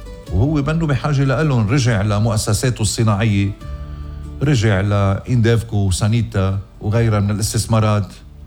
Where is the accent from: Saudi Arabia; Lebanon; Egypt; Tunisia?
Lebanon; بوطني ووطنكم لبنان؟